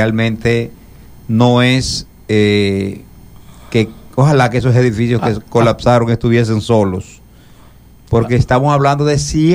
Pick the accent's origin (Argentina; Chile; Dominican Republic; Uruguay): Dominican Republic